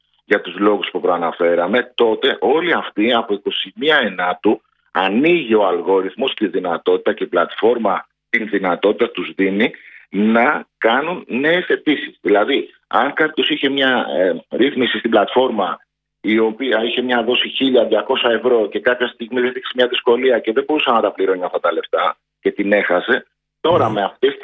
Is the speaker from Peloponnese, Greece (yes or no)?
yes; Kardamyli, Peloponnese, Greece; Και σας περιμένω και στο χωριό μου στην Καρδαμίλη, στη Μάνη, να περάσουμε ωραία όσες μέρες θέλετε.